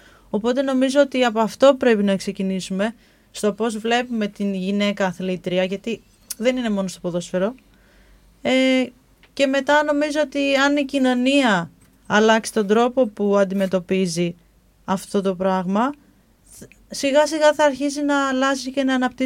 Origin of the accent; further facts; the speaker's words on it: Thessaloniki, Central Macedonia, Greece; γιατί είμαι από Θεσσαλονίκη